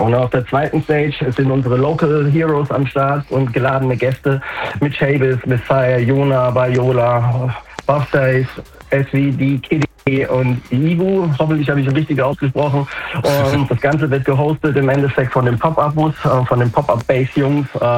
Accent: Heidelberg, Baden-Württemberg, Germany; born there; Ich bin gebürtiger Heidelberger.

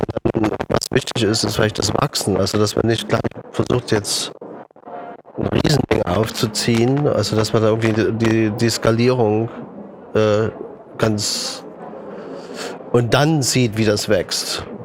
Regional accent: Germany; ich bin an der DDR groß geworden.

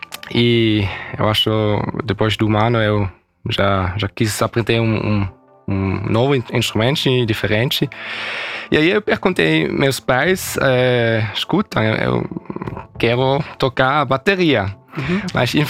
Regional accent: Basel, Basel-Stadt, Switzerland; Portuguese is a second language; eu nasci aqui em Basel.

